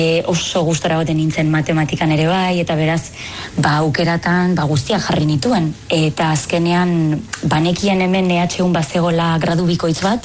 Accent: Bermeo, Basque Country, Spain; ni Bermiotarra naiz

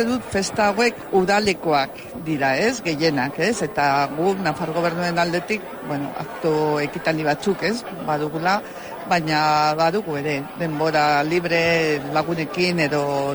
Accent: Pamplona, Navarre, Spain; born there; ni txantrean bizitzen naiz, ba, egia da, ba, ni Donibanen jaio nintzen, bueno, Iruñan, ez? Baina Donibaneko auzoan, baina gero joan ginen

